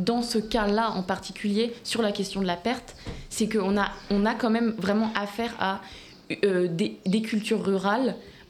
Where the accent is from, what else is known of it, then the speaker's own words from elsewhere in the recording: Brittany, France; Moi, j'ai grandi en Bretagne, j'ai pas appris le breton, en fait.